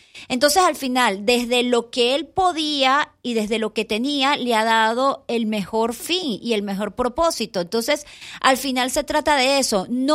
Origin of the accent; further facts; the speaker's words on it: Venezuela; moved away; los que somos venezolanos venimos golpeados desde junio porque a pesar de que estábamos fuera, era vivirlo como que si estabas adentro.